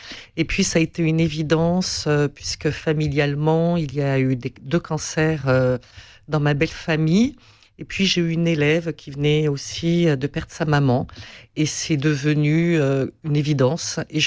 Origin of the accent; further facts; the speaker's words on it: Paris, Île-de-France, France; now in Montpellier, France; Je suis parisienne, je connaissais cette course à pied.